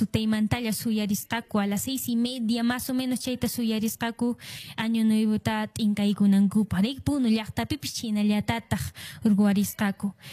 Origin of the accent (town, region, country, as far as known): Peru